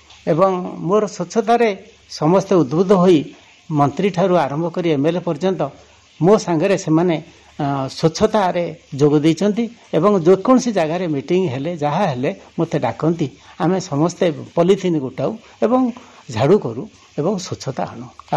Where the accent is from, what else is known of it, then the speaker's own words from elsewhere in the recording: Tangar, Odisha, India; ଆମ ଗାଁ ନାଁ ହେଉଛି ଟାଙ୍ଗର, ଏଇ ପଥର ଉପରେ ଆମେ ଗୋଟିଏ ଭଲ ମନ୍ଦିର ତିଆରି କରିଛୁ